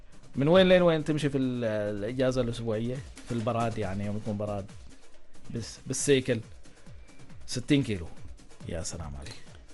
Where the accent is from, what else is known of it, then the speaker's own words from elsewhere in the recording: Muscat, Muscat Governorate, Oman; عندنا في مسقط